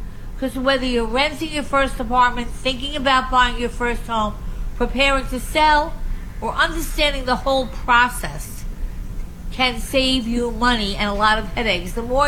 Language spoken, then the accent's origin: English; Long Island, New York, United States; I came from Long Island. It was easy there to rent. When I went to the city, it was a whole to-do.